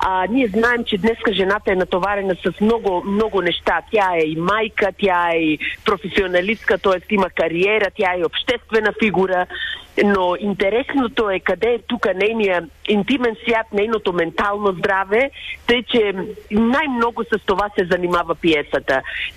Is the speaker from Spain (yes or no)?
no; Bitola, North Macedonia; Двете сме от Македония, от Битоля